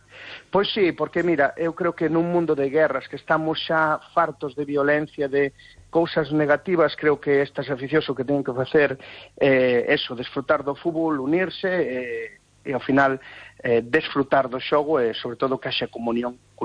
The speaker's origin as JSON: {"language": "Galician", "region": "Galicia", "country": "Spain", "said": "que temos que, como galegos, pois unirnos"}